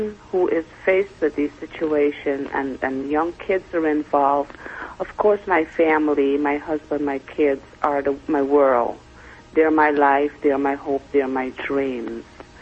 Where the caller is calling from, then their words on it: Connecticut, United States; I'm calling from Connecticut.